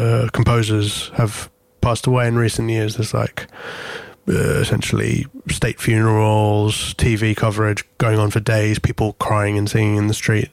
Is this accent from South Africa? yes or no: no; Greece; also born or lived in England; might be a bit confused by my accent, yes, I'm English, I'm also Greek, so I speak Greek fluently, I sing in Greek.